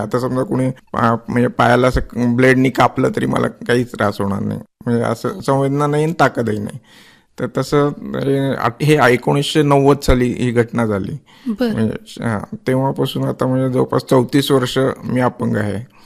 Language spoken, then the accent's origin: Marathi; Satara, Maharashtra, India; मी मूळचा साताऱ्याचा आहे. साताऱ्याला इंजिनिअरिंग करत होतो. म्हणजे कर्मवीर भाऊराव पाटील कॉलेज आहे साताऱ्यात.